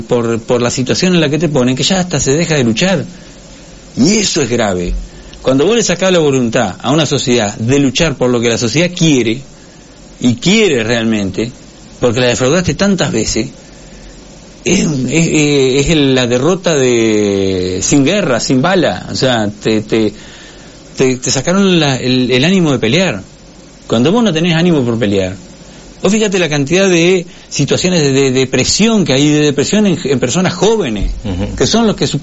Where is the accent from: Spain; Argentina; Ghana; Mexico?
Argentina; tenemos que creer en nosotros como argentinos